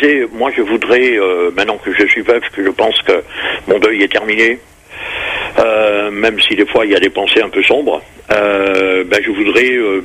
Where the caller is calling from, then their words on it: Paris, Île-de-France, France; moi j'habite à Paris, donc là je suis retraité depuis déjà 10 ans.